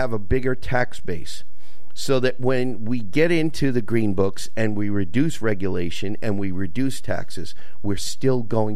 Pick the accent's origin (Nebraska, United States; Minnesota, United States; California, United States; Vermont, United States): Vermont, United States; I grew up in Vermont, but I'm leaving.